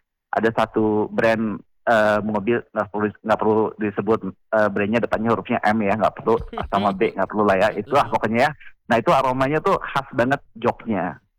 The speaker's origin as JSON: {"language": "Indonesian", "town": "Kupang", "region": "East Nusa Tenggara", "country": "Indonesia", "tie": "born or raised there", "moved": "yes", "said": "Iya, karena saya lahir di Kupang."}